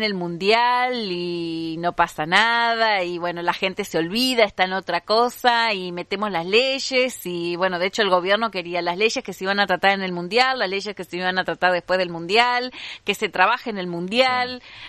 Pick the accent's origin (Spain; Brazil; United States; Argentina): Argentina; obviamente soy argentina